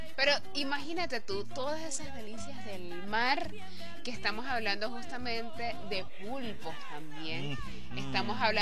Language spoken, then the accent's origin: Spanish; Venezuela; así como somos nosotros los venezolanos.